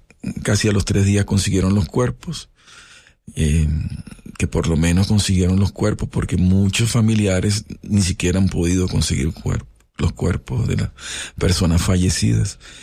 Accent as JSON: {"language": "Spanish", "town": "Caracas", "region": "Capital District", "country": "Venezuela", "lives_now": "Lechería, Venezuela", "said": "Yo soy de Caracas. Luego me pasé a vivir a Lechería, a Puerto La Cruz, que queda 4 horas."}